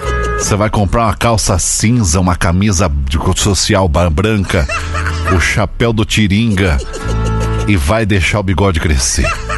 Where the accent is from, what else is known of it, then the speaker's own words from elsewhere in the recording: Lages, Santa Catarina, Brazil; Meu pai, a gente é de Lages, né, de Santa Catarina.